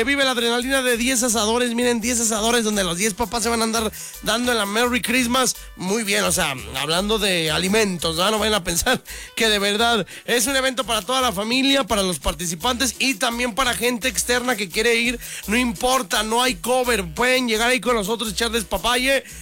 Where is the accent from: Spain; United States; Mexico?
Mexico; Soledad, San Luis Potosí; No friegues, soy de Soledad.